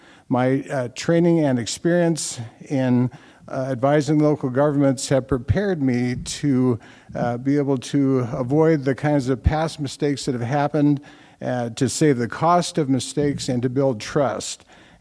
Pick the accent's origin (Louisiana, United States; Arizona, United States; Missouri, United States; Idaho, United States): Idaho, United States; Coeur d'Alene; moved away as an adult; now in Sandpoint, United States; I was born and raised in Coeur d'Alene. I've lived in Bonner County for 47 years.